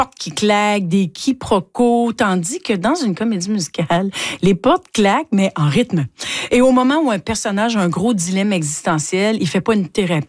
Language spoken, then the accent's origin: French; Gatineau, Quebec, Canada; born there; j'étais dans un centre communautaire de Hull